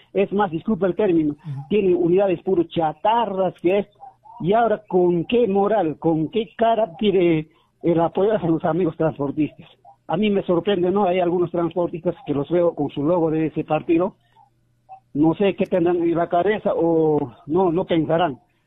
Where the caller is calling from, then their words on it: Juliaca, Puno, Peru; de Juliaca.